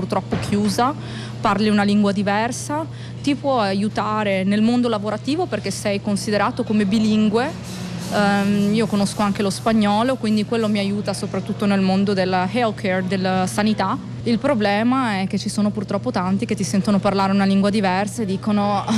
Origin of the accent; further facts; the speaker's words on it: Veneto, Italy; also born or lived in Maryland, United States; Poi io sono vicentina, nata vicino a Venezia, nata sempre a Sottomarina, Jesolo, il mare, la mia vita. L'essere italiana posso dire che mi ha portato molto fortuna